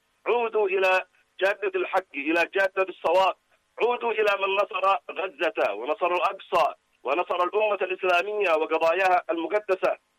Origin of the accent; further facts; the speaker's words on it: Yemen; لا بد علينا كيمنيين أن نتوحد،